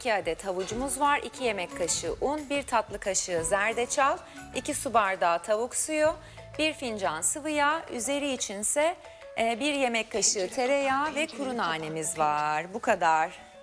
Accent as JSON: {"language": "Turkish", "region": "Manisa", "country": "Turkey", "said": "Şey Manisa tarafında"}